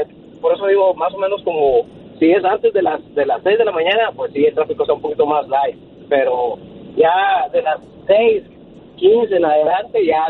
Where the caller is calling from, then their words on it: California, United States; Acá en el área de la Bahía.